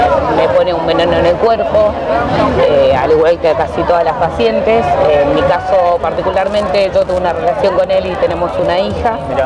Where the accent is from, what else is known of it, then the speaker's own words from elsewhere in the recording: Misiones, Argentina; soy oriunda de Misiones.